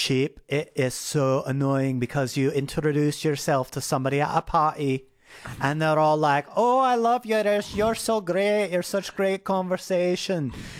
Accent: Scotland, United Kingdom; now in Austin, United States; I've relocated to Austin, Texas. I am Scottish, of course, as you can probably tell by the way I look.

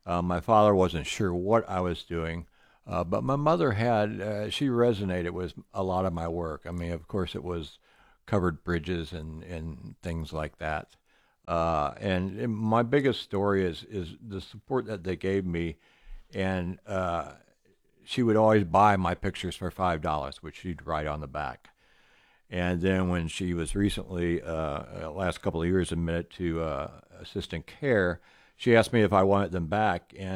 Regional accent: St. Louis, Missouri, United States; I was born in the Midwest, and in St. Louis, and I was raised there

